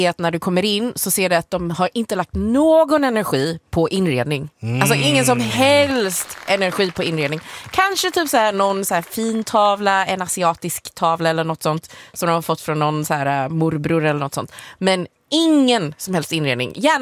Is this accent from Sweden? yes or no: no; China; Alltså, som kines så vet jag att det finns lite restauranger här och var som kanske är så här, en vanlig sushi-restaurang eller en vanlig så här nudelrestaurang.